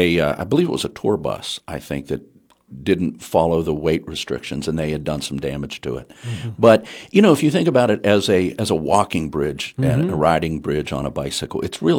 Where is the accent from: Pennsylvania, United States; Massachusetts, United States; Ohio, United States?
Massachusetts, United States; Music, the Wheeling Jamboree, as a kid growing